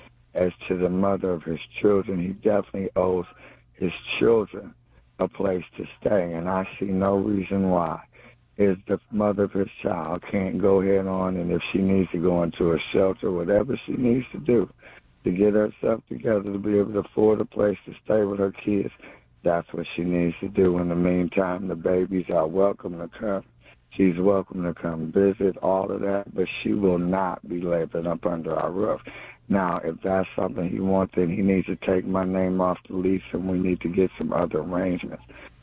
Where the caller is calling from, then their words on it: Cleveland, Ohio, United States; I'm calling from Cleveland